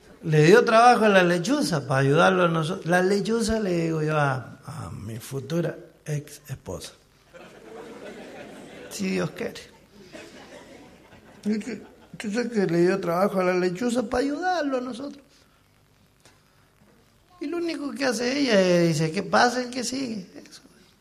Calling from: Luján de Cuyo, Mendoza, Argentina; Yo vivo en Luján de Cuyo, yo vivo allá.

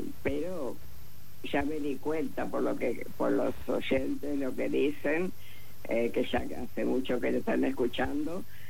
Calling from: Caballito, Buenos Aires, Argentina; Antes era de Caballito, ahora soy de Moreno.

